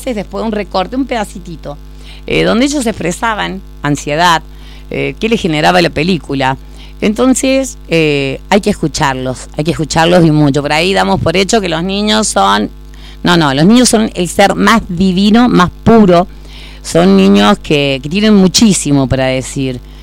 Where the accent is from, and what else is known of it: Argentina